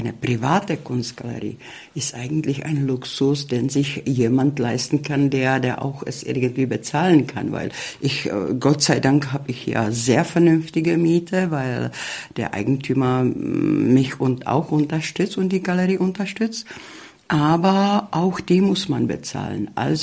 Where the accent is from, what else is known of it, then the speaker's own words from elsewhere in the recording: Liberec Region, Czechia; German is a second language; also born or lived in Spain; now in Görlitz, Germany; Also ich fange damit an, ich komme zwar aus Tschechien, aber sozusagen ich bin eine Oberlausitzerin, weil ich wirklich, ich bin, weil ich an der Quelle von Mandau geboren zur Welt gekommen bin.